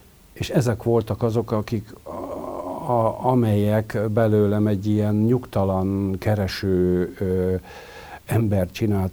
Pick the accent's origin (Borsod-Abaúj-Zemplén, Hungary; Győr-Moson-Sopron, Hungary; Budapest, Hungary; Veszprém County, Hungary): Budapest, Hungary; 50-ben születtem itt Budapesten, a belvárosba, még a Paulai Ede utca egy számba, ott ahol régen a Sirály étterem volt, ma már azt hiszem, hogy nincs ott az Erzsébet térnél. És egészen 8 éves koromig laktunk